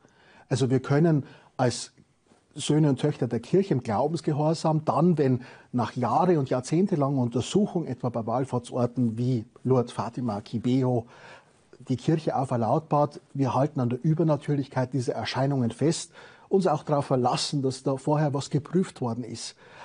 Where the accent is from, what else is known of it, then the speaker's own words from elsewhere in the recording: Bavaria, Germany; accent: Bavarian; wie man unschwer hört, bin ich ja nun Bayer